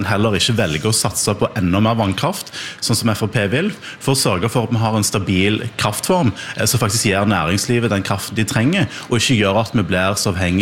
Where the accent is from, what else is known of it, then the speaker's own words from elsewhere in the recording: Rogaland, Norway; der jeg kommer fra i Rogaland, kan du omtrent ikke snu deg rundt uten å se vindmøller